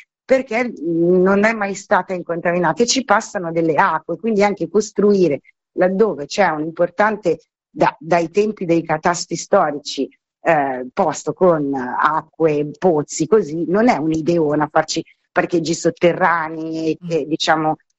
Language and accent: Italian; Milan, Lombardy, Italy; accent: Milanese; now in Livorno, Italy; io sono di Milano, come sentite dal mio accento, e vivo a Livorno